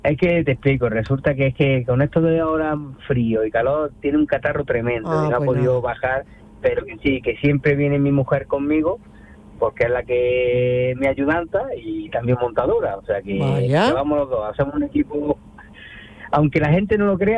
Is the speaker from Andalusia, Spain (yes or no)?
yes; Granada, Andalusia, Spain; Somos de Granada.